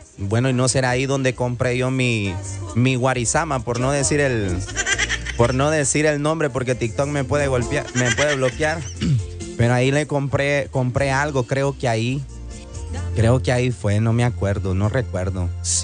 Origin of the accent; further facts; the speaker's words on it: Siguatepeque, Comayagua, Honduras; vivimos aquí en Siguatepec, solo que yo casi nunca doy información exacta de dónde vivo. Solo digo que soy del departamento de Comayagua, pero nosotros también somos de Siguatepec. Somos de acá, de aquí, de alguna zona de aquí de Siguatepec, somos nosotros.